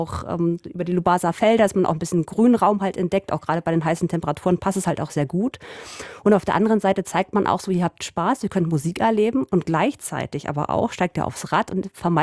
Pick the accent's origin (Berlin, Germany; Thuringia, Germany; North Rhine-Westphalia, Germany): Berlin, Germany; Ich bin sogar in Reinickendorf groß geworden.